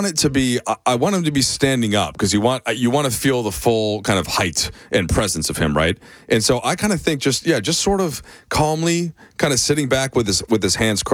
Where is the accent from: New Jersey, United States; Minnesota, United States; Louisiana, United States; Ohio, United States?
Minnesota, United States; moved away; I think Phil must have known that I was from Minnesota.